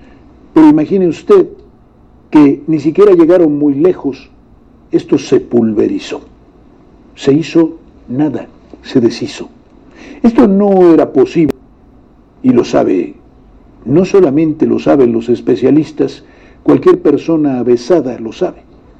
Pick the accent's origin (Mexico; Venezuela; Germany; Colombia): Mexico; siendo mexicanos que han leído o que hemos leído la historia